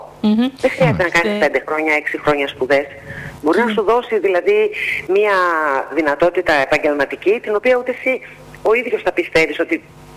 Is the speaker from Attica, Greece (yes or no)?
no; Drama, Eastern Macedonia and Thrace, Greece; moved away as an adult; now in Naxos, Greece; στη ΣΑΕΚ της Δράμας, τόπου μου